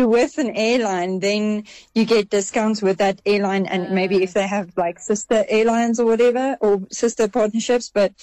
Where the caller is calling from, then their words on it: Lanseria, Gauteng, South Africa; Lanseria.